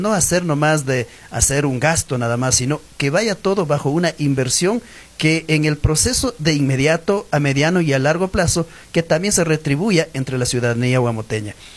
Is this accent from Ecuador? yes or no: yes; Ecuador; También como huamoteños, como ecuatorianos